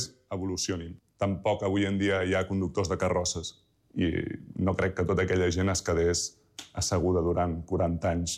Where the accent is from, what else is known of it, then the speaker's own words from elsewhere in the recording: Barcelona, Catalonia, Spain; moved away as an adult; also born or lived in Argentina; now in California, United States; Barcelona, que és no només la ciutat d'on soc, sinó la ciutat d'on és el meu pare, el meu avi, etc.